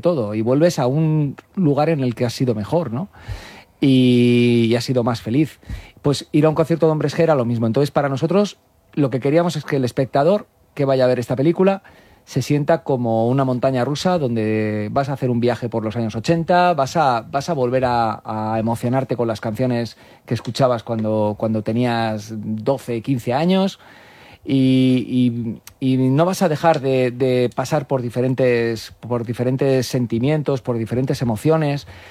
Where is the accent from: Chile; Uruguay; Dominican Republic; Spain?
Spain; Alicante, Valencian Community; yo soy de Alicante, los descubrí en Alicante y fui a algún concierto cuando ellos venían, pero para un chaval de provincias...